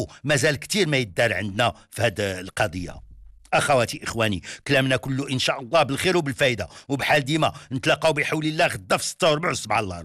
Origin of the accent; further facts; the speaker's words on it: Morocco; بلادنا المغرب